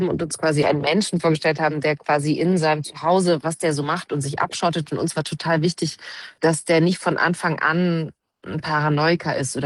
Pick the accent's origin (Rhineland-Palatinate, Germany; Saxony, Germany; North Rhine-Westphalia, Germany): Saxony, Germany; Leipzig; Naja, also ich komme aus Leipzig.